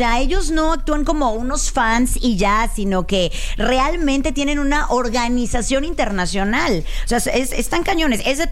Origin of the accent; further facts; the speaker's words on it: Veracruz, Mexico; Soy jarocha, las capto rapidísimo